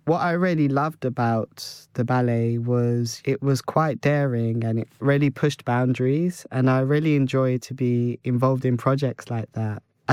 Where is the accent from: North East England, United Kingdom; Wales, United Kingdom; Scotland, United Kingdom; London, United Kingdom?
London, United Kingdom; growing up in London, thinking about the men I grew up around